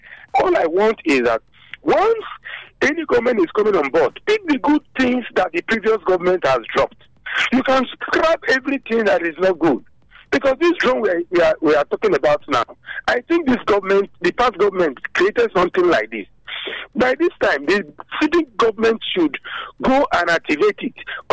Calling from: Benin City, Edo, Nigeria; Yes, I'm calling from Mission Road.

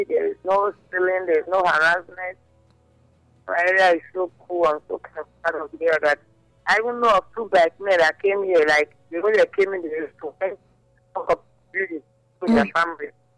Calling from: Nigeria; I'm calling from Okpaga.

